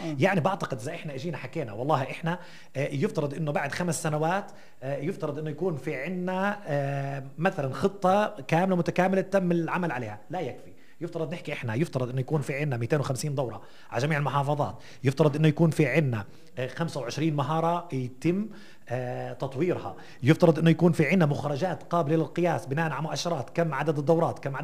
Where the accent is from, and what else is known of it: Palestine